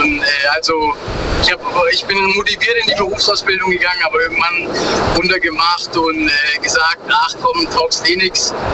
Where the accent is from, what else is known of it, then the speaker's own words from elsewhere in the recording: Baden-Württemberg, Germany; Ich komme aus der Nähe von Pforzheim, Karlsruhe, da die Gegend.